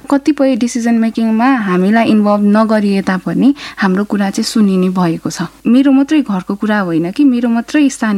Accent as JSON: {"language": "Nepali", "town": "Kirtipur", "region": "Bagmati", "country": "Nepal", "tie": "born there", "said": "मेरो जन्मस्थान किर्तिपुर काठमाडौँ।"}